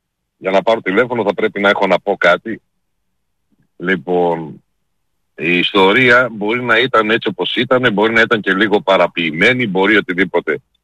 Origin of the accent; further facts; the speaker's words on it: Greece; Για την πατρίδα μου, για την Ελλάδα, θα πολεμήσω, αλλά σε συνδυασμό και για την οικογένειά μου.